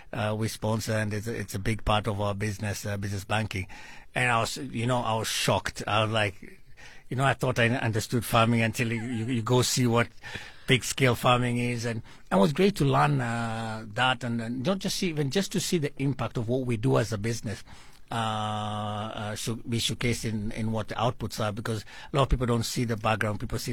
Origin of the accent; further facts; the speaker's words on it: Kenya; moved away as an adult; now in South Africa; I'm a Kenyan